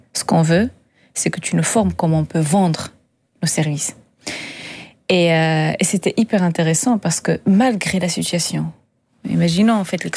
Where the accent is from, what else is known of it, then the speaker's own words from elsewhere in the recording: Agadir, Souss-Massa, Morocco; moved away; moi, j'ai grandi au Maroc. J'ai grandi dans le Sud.